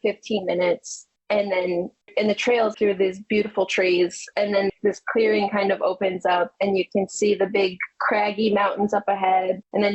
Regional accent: Michigan, United States; we're from Michigan, so dolphin sightings are, you got to pay for those.

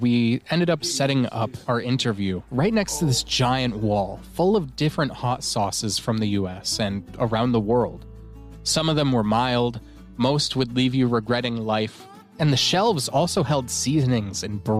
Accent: Colorado, United States; born or raised there

